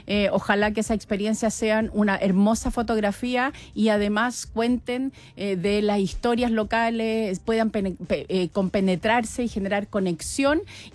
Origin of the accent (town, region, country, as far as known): Chile